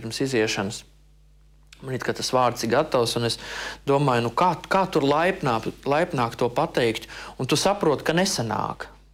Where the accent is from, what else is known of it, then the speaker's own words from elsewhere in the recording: Ainaži, Limbaži Municipality, Latvia; Ainažos, es esmu no Ainažiem.